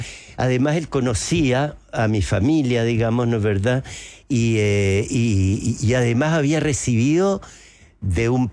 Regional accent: Chile; Todos somos indígenas los chilenos, somos todos, tenemos sangre indígena.

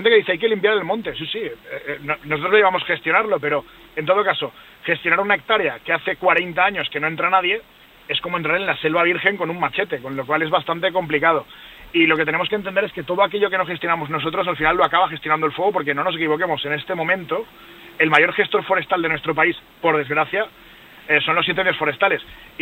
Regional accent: Valencia, Valencian Community, Spain

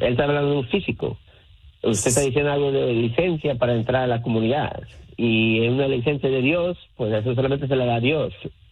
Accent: United States; born there; yo nací en Estados Unidos.

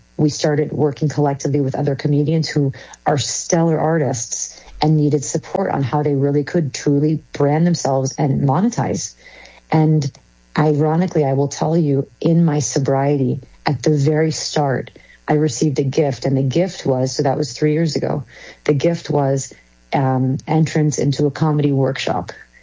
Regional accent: Florida, United States; I was born in South Florida. I'm actually first generation American born. My family is Lebanese and they immigrated here from Sierra Leone, West Africa.

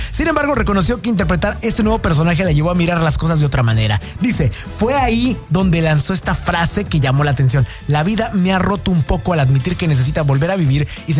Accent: Mexico; Es que también somos mexicanos, pedimos al límite.

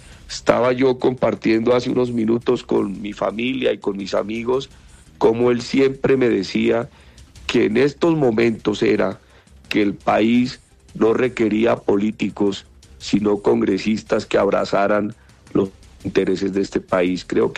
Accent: Huila, Colombia; Yo los estaba escuchando, yo soy del departamento del Huila

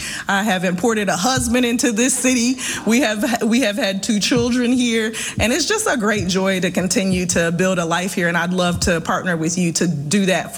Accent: Charlotte, North Carolina, United States; I'm a Charlotte. I was raised in Charlotte.

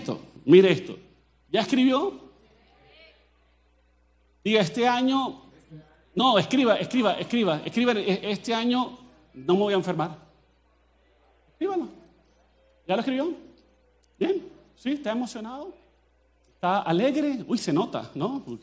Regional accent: Colombia; yo no soy chapín, ni soy charrasqueado, ni soy salvadoreño, soy colombiano, hablo como colombiano.

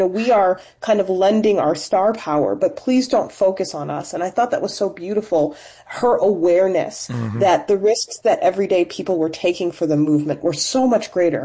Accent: Chicago, Illinois, United States; I'm from Chicago, so I always grew up knowing … incredible wealth.

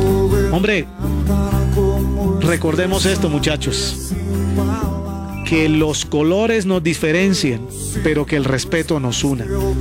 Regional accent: Colombia; Referenciemos lo nuestro como colombianos

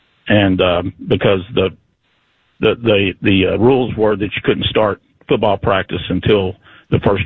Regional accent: Virginia, United States; now in Knoxville, United States; when I was a kid growing up in Virginia.

